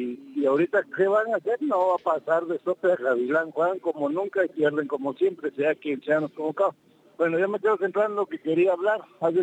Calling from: Guatemala; Aquí como guatemalteco pagamos impuestos.

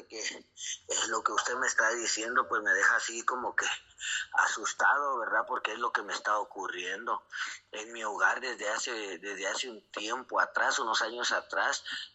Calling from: Parramos, Chimaltenango, Guatemala; Yo le llamo de aquí de Páramos, Chimaltenango.

